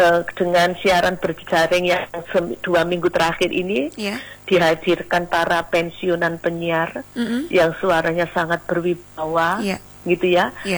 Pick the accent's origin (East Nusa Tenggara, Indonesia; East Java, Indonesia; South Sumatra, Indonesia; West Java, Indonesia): East Java, Indonesia; Malang; Nah itu kan akhirnya saya dari Malang akan belajar standar lokal dari Pasuruan, dari Jember, dari Mojokerto, dari Madura yang masuk dalam jaringan itu.